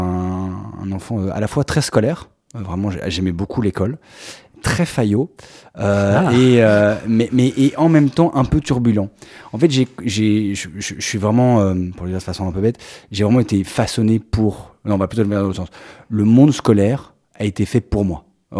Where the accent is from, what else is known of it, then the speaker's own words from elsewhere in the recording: Belgium; Alors, j'ai grandi en Belgique. Alors, je suis franco-belge, mais j'ai toujours vécu ici. J'ai fait mes études à Bruxelles et en banlieue bruxelloise, à Rode-Saint-Genèse.